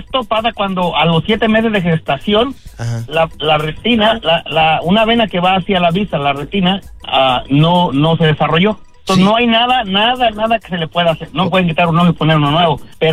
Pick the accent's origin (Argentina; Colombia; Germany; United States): United States; Chicago, Illinois; Soy de Chicago, entonces a veces el frío y el calor pues te tormece mitad de cara o el ojo, ajá, el párpado.